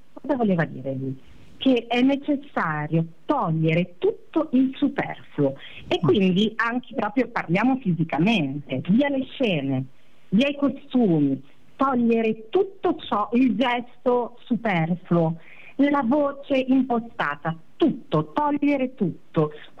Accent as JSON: {"language": "Italian", "town": "Padua", "region": "Veneto", "country": "Italy", "said": "perché poi io vengo da Padova, ho fatto tutta la psicologia dinamica freudiana"}